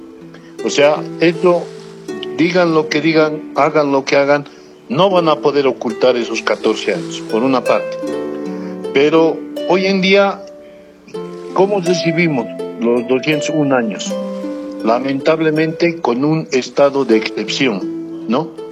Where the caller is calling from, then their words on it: Bolivia; desearme a mí también como boliviano y sentirme orgulloso de ser boliviano